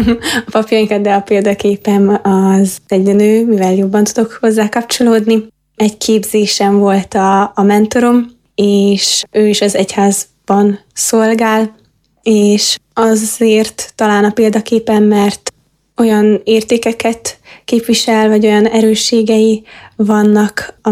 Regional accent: Odorheiu Secuiesc, Harghita, Romania; moved away as an adult; now in Cluj-Napoca, Romania; Székelyudvarhelyről származom.

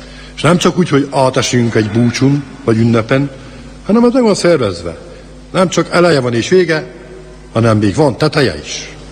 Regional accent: Miercurea Ciuc, Harghita, Romania; Így gyermekeskedtem Csíkszeredában, a falázban nőttem fel, ahogy mi neveztük.

